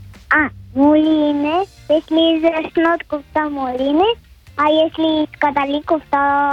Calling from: Lublin, Lublin Voivodeship, Poland

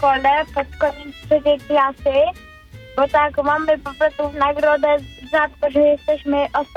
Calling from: Tarnowskie Góry, Silesian Voivodeship, Poland; Z Tarnowskiej Gór.

